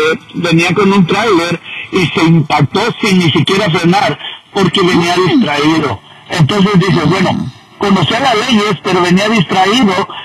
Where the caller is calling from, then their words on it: Sacramento, California, United States; Hablamos aquí de Valle, Sacramento, California.